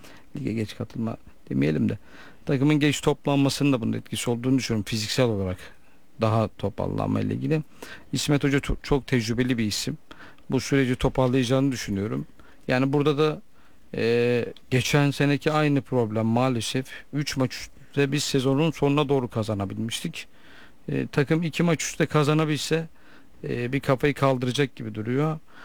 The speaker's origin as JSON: {"language": "Turkish", "region": "Sivas", "country": "Turkey", "said": "ben bir Sivaslı olarak"}